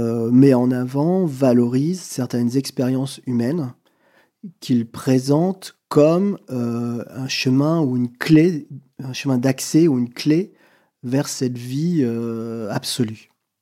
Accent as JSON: {"language": "French", "town": "Bourges", "region": "Centre-Val de Loire", "country": "France", "tie": "born there", "also_born_or_lived": "northern France", "moved": "as an adult", "said": "je suis parti très vite de ma ville de naissance pour m'installer à Bourges, qui est dans le centre de la France et qui est une très belle ville médiévale et renaissante"}